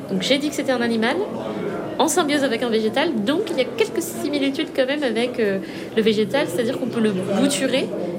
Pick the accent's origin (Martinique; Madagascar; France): Madagascar; Je suis née à Madagascar, j'y ai grandi et j'ai la chance d'avoir une mère qui vient du nord-ouest où il y a un très bel archipel qui s'appelle Nosy Be.